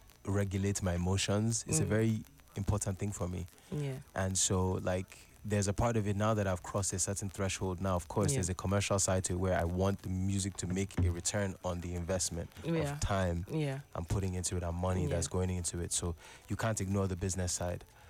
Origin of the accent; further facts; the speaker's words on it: Nigeria; I feel like anybody who listens to … will get a sense that I'm from Africa, and if you're from Africa, you might get a sense I'm from Nigeria if you listen to the album.